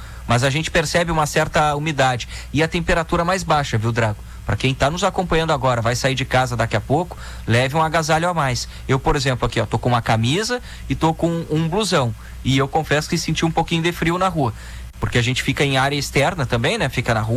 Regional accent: Bagé, Rio Grande do Sul, Brazil; Sou de Bagé, a gente tá um pouco acostumado com o frio, né?

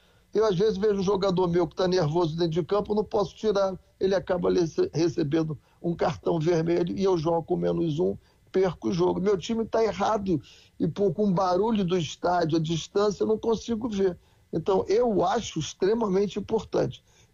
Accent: Brazil; e não é porque eu sou brasileiro que eu estou falando isso

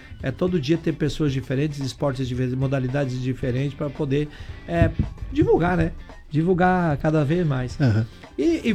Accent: Brazil; Pois é, mas aqui nós somos do Brasil, parece que aqui não valoriza, né?

